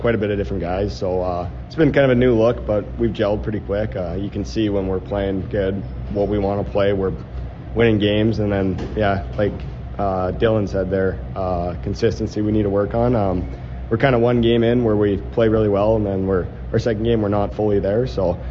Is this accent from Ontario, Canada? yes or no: no; Kindersley, Saskatchewan, Canada; Growing up in Kindersley, I've been to a lot of Clipper games in my day.